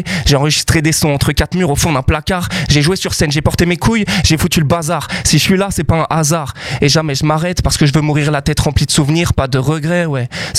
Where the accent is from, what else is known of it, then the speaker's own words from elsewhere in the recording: Paris, Île-de-France, France; c'est une des salles où je suis allé voir mes premiers concerts quand j'étais petit à Paris.